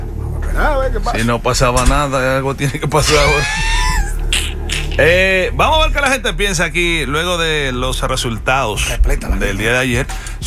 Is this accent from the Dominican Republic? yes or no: yes; Dominican Republic; Bueno, pero recuerda que aquí no solamente somos dominicanos, en esta ciudad hay mucha gente también.